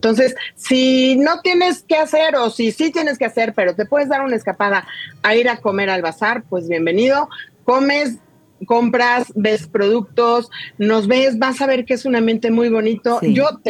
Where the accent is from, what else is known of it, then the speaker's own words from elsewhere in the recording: Mexico; la comunidad somos hijos o nietos de españoles, pero en realidad somos mexicanos.